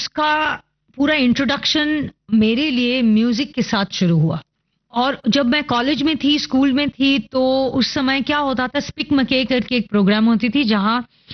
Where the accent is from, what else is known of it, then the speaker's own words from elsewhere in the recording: Pune, Maharashtra, India; मैं एक्चुअली पुणे में पैदा हुई थी